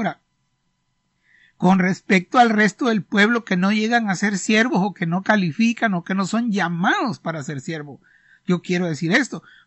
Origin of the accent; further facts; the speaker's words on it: Honduras; yo soy de Honduras